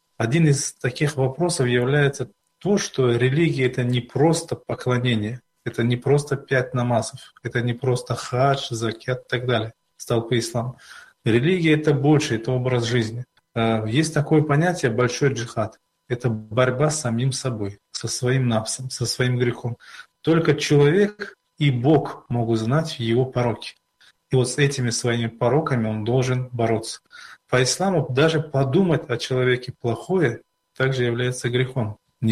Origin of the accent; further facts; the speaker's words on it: Kizlyar, Dagestan, Russia; also born or lived in Kizilyurt; Я человек, который родился в Кизилюрте, а всю сознательную жизнь прожил в Кизляре.